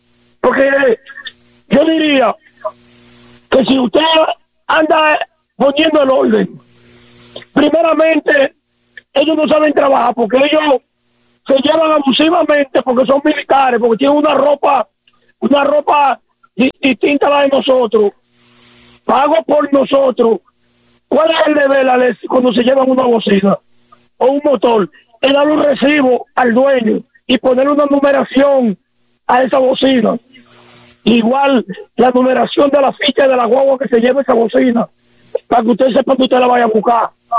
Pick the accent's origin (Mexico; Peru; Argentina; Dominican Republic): Dominican Republic; Porque nosotros somos dominicanos y somos alegres.